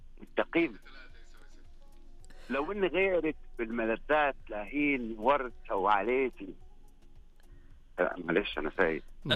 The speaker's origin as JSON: {"language": "Arabic", "region": "Nile Delta", "country": "Egypt", "said": "احنا كفلاحين من اهل الدلتا"}